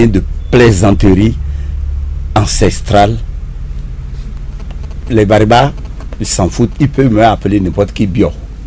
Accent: Atakora, Benin; Je suis de l'Atakora 100%. De père, de mère, d'ancêtre et puis de grands-parents.

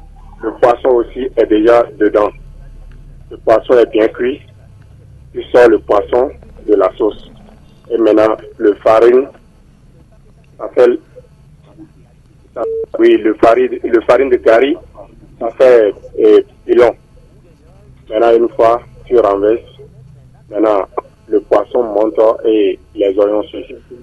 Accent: Grand-Popo, Mono, Benin; oh, malheureusement que je suis dans le nord, ma femme ne sait pas préparer, c'est le dakwin, je suis du Grand Popo.

